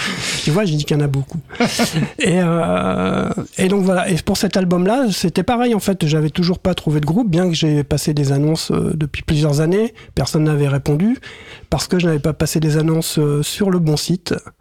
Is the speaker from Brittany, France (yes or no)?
yes; Brittany, France; born or raised there; moved away